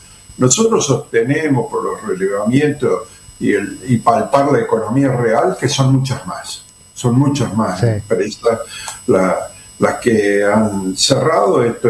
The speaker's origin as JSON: {"language": "Spanish", "region": "Córdoba", "country": "Argentina", "said": "soy contador y de Córdoba"}